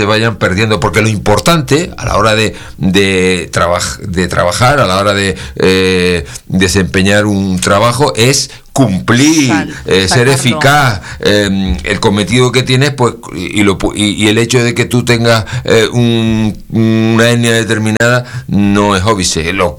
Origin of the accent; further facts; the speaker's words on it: Canary Islands, Spain; mi tierra.